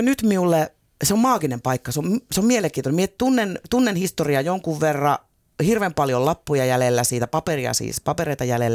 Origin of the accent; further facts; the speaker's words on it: Lappeenranta, South Karelia, Finland; moved away; minä olen siis itärajalta, minä olen siis Lappeenrannasta, Saimaan rannalta.